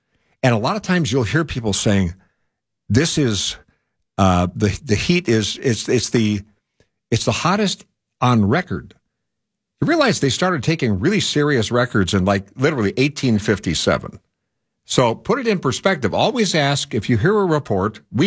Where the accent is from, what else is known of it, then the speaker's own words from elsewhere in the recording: Rockford, Illinois, United States; now in San Diego, United States; Rockford, Illinois, my hometown.